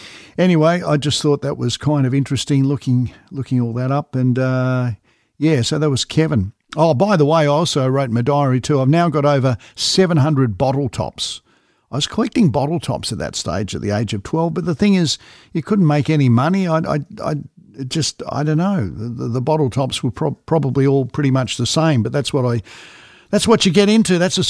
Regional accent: Melbourne, Victoria, Australia; So definitely, I grew up in Melbourne, so we talked about dinking.

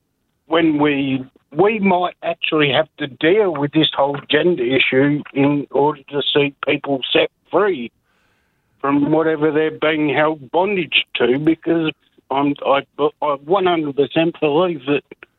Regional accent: Victoria, Australia; Yeah, well, I'm from Victoria

